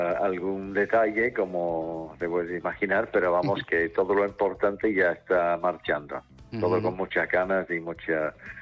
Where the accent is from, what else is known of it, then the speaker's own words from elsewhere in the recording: Liverpool, North West England, United Kingdom; Spanish is a second language; moved away as an adult; now in Valencina de la Concepción, Spain; porque yo vivo en Valencina y yo no soy de Valencina, como quizás te habrás dado cuenta por mi acentilla, que yo soy de Liverpool, pero desde hace 30 y tantos años pues vivo en Valencina, en mi familia, mis hijos y tal son de aquí.